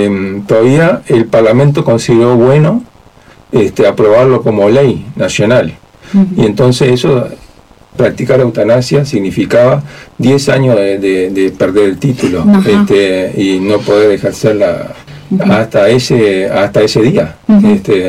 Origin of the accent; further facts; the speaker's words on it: Uruguay; born there; yo nací en Uruguay. Mis abuelos fueron inmigrantes, mi padre vino con 12 años al país.